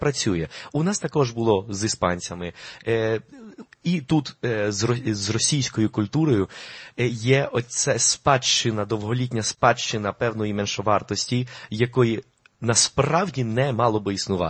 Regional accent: Colombia; Ukrainian is a second language; показати людям, що іноземці також закохуються в українську мову. І ми з Латинської Америки, наприклад, Колумбія.

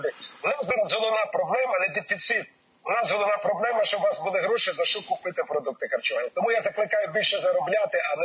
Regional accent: Pryluky, Chernihiv Oblast, Ukraine; Мої рідних Прилуках як ходили, так і ходять.

